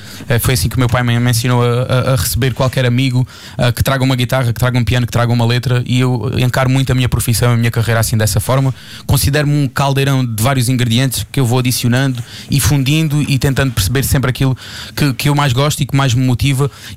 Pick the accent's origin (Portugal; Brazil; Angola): Portugal; Alentejo; Eu sou alentejano, mas hoje não vi do Alentejo.